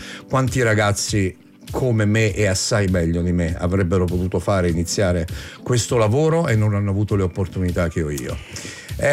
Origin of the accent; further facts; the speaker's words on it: Calabria, Italy; io sono calabrese, sono pescatore.